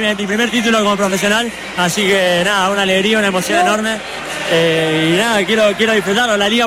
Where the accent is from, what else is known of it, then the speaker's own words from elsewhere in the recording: Argentina; moved away as an adult; now in Zacatecas, Mexico; a toda la gente de mi pueblo y de Argentina